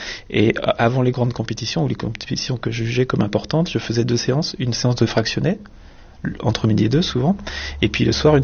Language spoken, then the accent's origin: French; Bourgogne-Franche-Comté, France; j'ai 49 ans. Je viens de Franche-Comté, entre Vesoul et Épinal. Donc c'est dans les contreforts des Vosges, d'une zone un peu montagneuse. Et mes parents avaient une ferme, avaient une petite ferme, une petite exploitation de montagne avec une douzaine de vaches.